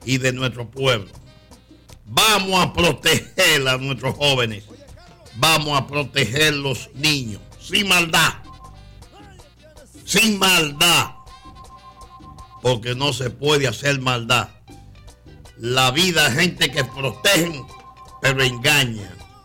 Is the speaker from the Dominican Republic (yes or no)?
yes; Mao, Valverde, Dominican Republic; Porque Jean-Philippe es una compañía constructora de mi pueblo. Mao